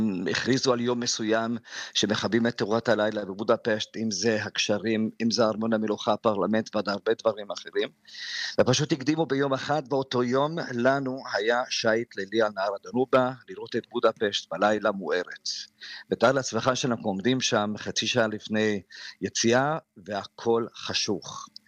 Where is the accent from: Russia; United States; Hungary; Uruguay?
Hungary; אני גדלתי בהונגריה